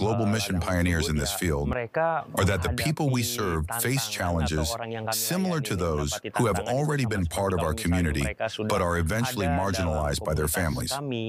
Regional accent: Bali, Indonesia; I come from a Balinese background. My family is mostly Balinese. And I was born and raised in Bali

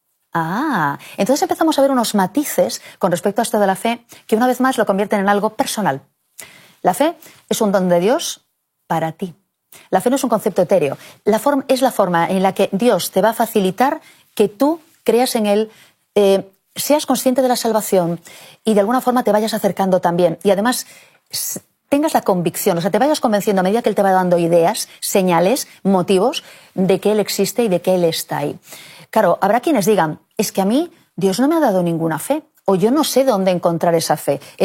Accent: Galicia, Spain; es una frase que dicen mucho en Galicia, en mi tierra

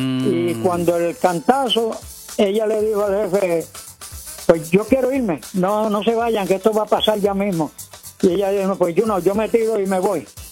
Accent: Mayagüez, Puerto Rico; un vecino mío que nos criamos juntos aquí en Mayagüez.

